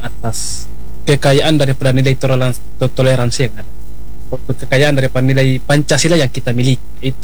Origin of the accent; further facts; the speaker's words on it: Alor, East Nusa Tenggara, Indonesia; kita orang Alor